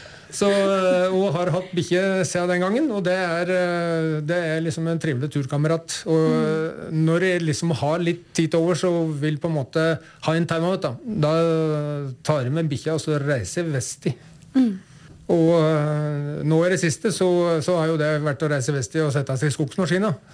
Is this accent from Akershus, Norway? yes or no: no; Uvdal, Buskerud, Norway; Utover det så jeg hjemme i Uvdal.